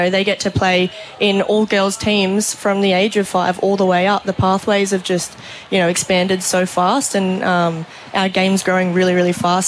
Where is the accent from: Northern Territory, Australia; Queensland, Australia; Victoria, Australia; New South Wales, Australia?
New South Wales, Australia; Cronulla; I grew up down in Cronulla in Kurnell